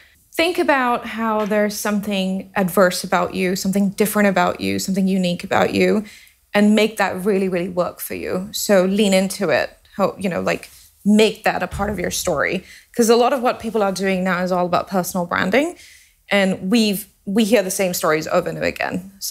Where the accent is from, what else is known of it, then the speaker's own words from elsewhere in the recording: Singapore; moved away as an adult; now in United Kingdom; I'm born in Singapore. I was raised in Singapore.